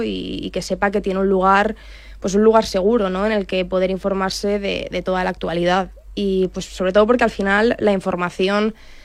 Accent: Alicante, Valencian Community, Spain; como decimos en Alicante, en mi tierra

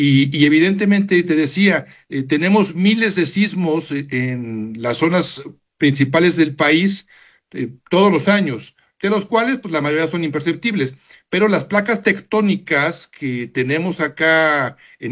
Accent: Mexico

